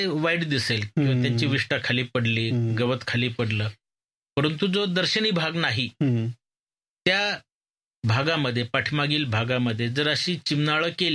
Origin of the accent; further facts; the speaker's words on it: Newasa, Maharashtra, India; मी माझं बालपण नेवाश्यात गेलं, नेवाश्यामध्ये